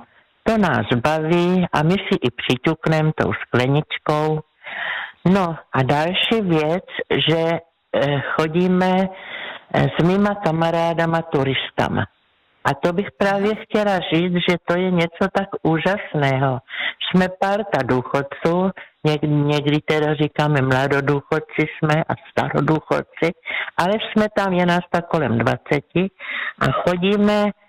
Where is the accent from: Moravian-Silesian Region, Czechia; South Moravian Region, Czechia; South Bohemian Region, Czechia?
South Moravian Region, Czechia; now in Brno, Czechia; Vyrůstala jsem v krásném prostředí u Břeclavy dole na jižní Moravě